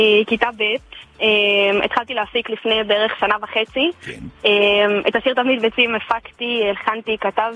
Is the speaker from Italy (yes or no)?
no; Ma'ale Adumim, West Bank, Palestine; now in Shoresh, Israel; אני במקור ממעלה אדומים, עכשיו אני גרה בשואם.